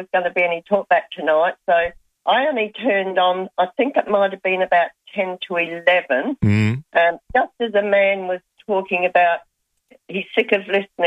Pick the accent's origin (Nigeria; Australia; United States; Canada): Australia; Semaphore, South Australia; we're all from the Ethelton, Birkenhead, Semaphore kind of area.